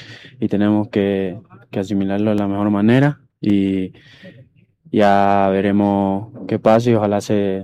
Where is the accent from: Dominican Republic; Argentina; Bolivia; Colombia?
Bolivia; Cobija, Pando; born there; Yo nací en Pando, Cobija.